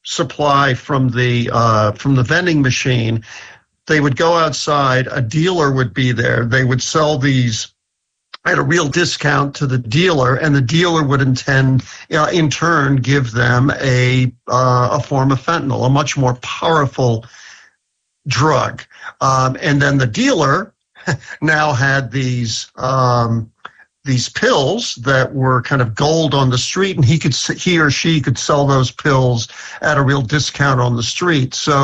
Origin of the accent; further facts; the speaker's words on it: New York City, New York, United States; born or raised there